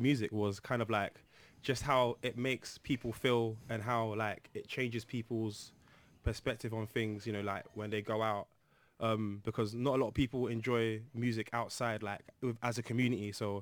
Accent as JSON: {"language": "English", "region": "London", "country": "United Kingdom", "said": "It just brings like as a Londoner you have that feel, like yeah"}